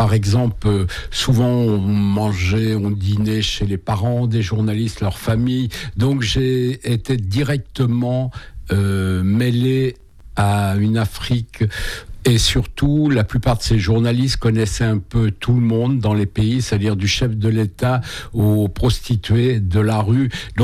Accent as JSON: {"language": "French", "country": "France", "said": "pour nous, pour moi en tant que Français, on n'arrive pas à avoir de visa"}